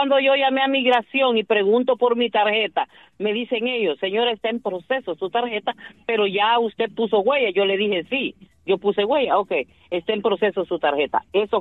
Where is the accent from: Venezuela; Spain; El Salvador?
El Salvador